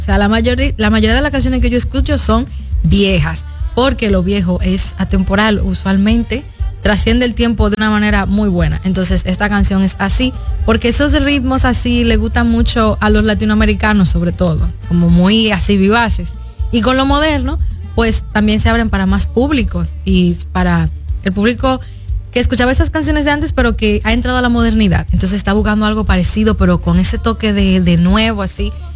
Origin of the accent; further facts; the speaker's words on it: Santo Domingo, Dominican Republic; Yo tengo 27 años, nací en República Dominicana y también nací y criada en Santo Domingo.